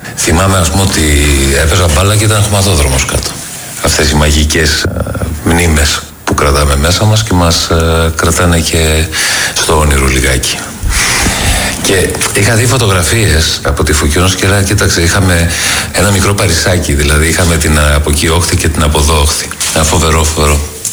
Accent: Greece; όταν είμαι εκτός Ελλάδος και κάποιος πάει να μου θίξει την πατρίδα μου

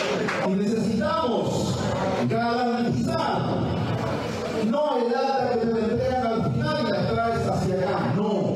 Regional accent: Lima, Peru; Soy de Lima.

